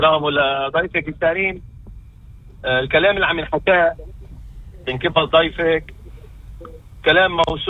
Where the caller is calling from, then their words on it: Lebanon; وعندنا بلبنان